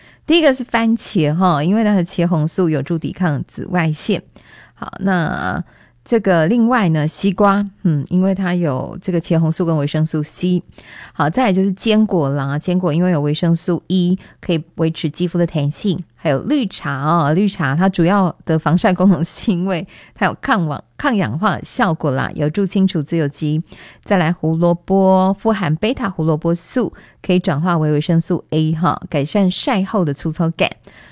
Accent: Taichung, Taiwan; 身为台中人，大概很少有人喜欢夏天吧

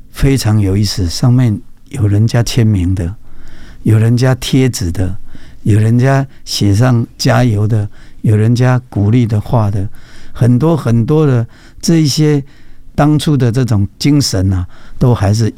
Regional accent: Taiwan; 他可以发现我们台湾人民的这个优秀面

